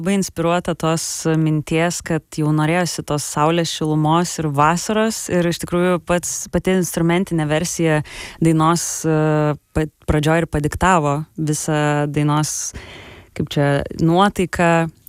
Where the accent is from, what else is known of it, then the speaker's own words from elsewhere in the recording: Klaipėda, Klaipėda County, Lithuania; aš iš Klaipėdos